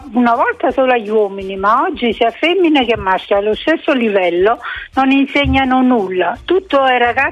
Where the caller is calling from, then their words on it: Caserta, Campania, Italy; Sono di Caserta.